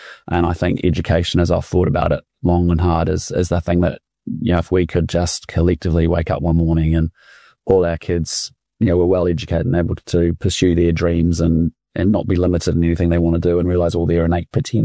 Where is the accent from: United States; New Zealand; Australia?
New Zealand; Christchurch, Canterbury; You know, I'm a boy from Bishopdale, Christchurch. I got to travel and live all around the world doing incredible things and having a lot of fun along the way.